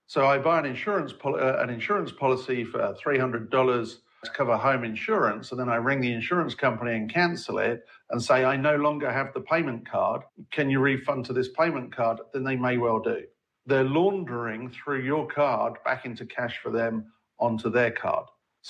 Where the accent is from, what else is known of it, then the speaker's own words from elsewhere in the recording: England, United Kingdom; I'm an Englishman, so, you know, football is definitely an exciting topic.